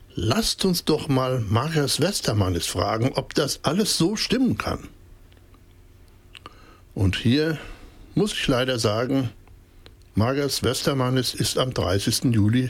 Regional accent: West Germany, Germany; Nun bin ich ja auch ein Wessi und zudem ein Deutscher

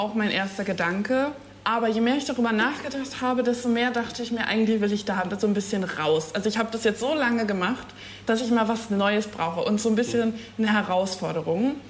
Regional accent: Eberswalde, Brandenburg, Germany; moved away as an adult; now in Bremerhaven, Germany; ich komme aus Eberswalde. Das ist eine Stadt in der Nähe von Berlin.

